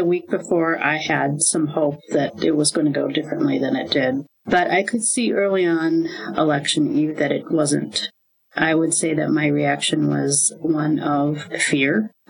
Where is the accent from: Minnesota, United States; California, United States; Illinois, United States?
Minnesota, United States; Minneapolis; I'm from Minneapolis, Minnesota.